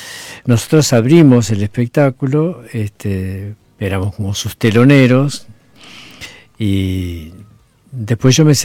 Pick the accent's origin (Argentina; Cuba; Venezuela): Argentina